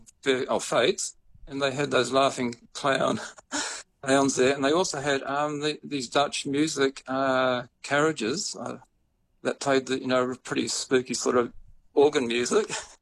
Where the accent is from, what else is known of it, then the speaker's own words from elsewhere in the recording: New Zealand; I come from New Zealand.